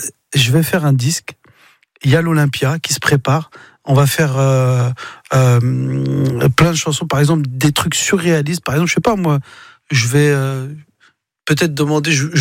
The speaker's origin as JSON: {"language": "French", "town": "Mantes-la-Jolie", "region": "Île-de-France", "country": "France", "said": "Et tu te dis, voilà, je viens de Mantes-la-Jolie, d'un milieu ouvrier."}